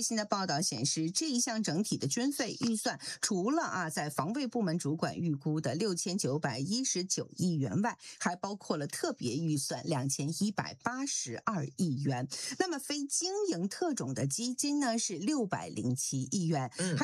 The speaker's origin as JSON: {"language": "Chinese", "country": "China"}